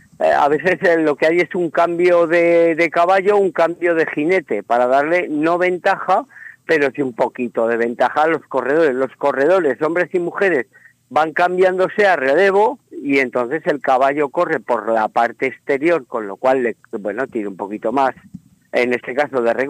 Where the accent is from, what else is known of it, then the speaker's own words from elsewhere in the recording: Spain; born there; soy español, nacido en España